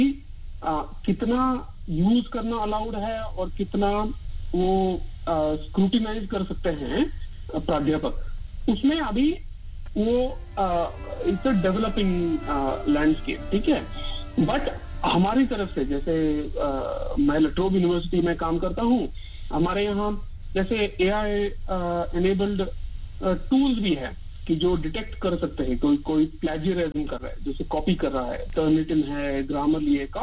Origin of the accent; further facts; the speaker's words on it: Pune, Maharashtra, India; moved away as an adult; now in Australia; मैं पुणे महाराष्ट्र से हूँ. 20 साल से ऑस्ट्रेलिया में रह रहा हूँ.